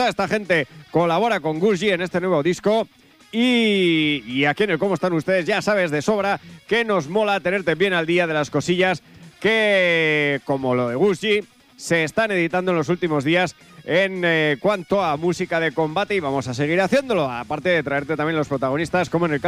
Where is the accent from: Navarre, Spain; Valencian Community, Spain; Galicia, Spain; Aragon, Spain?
Navarre, Spain; Lerín; soy de Lerín.